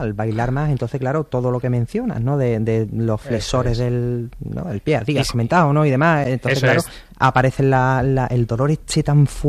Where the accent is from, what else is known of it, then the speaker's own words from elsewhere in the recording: Spain; porque yo creo que es que somos españoles y como españoles que somos decimos, venga, vamos, bueno, seguimos.